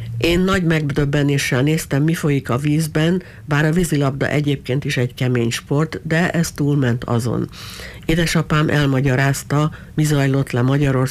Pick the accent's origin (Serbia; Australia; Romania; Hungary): Australia; Sydney, New South Wales; Mi 1963-ban mentünk vissza először. Engem, mint 16 éves fiút, aki Sydneyben nőttem fel